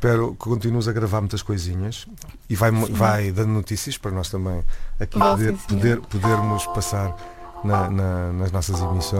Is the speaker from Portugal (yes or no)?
yes; Portugal; Sou portuguesa, o Tuga é assim, o Tuga é mais. O Tuga tem sempre um sorrisinho.